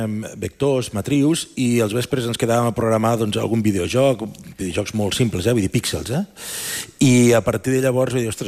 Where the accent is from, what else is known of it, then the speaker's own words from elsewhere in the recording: Tàrrega, Catalonia, Spain; a l'institut del meu poble, Targa